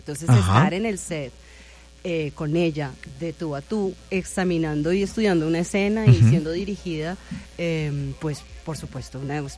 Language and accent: Spanish; Bogotá, Colombia; es mi tierra natal, más bogotana que un ajiaco. No puedo olvidar la tierrita que me vio crecer, que me educó en las artes de la voz también